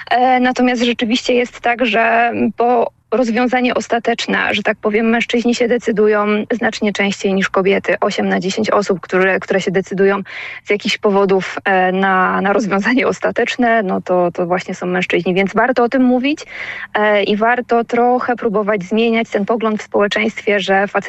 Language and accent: Polish; Wrocław, Lower Silesian Voivodeship, Poland; Ja obecnie mieszkam we Wrocławiu i tutaj spędziłam większość swojego życia